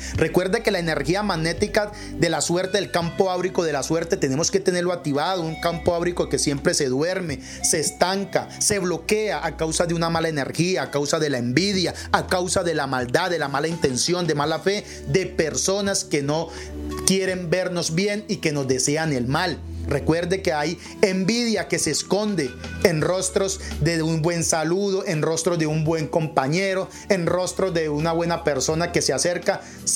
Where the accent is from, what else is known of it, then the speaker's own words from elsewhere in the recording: Colombia; compatriotas como somos nosotros los colombianos